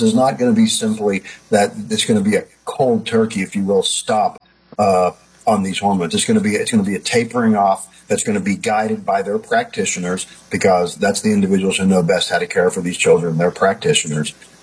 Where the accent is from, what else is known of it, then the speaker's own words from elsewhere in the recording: Alabama, United States; I come from Alabama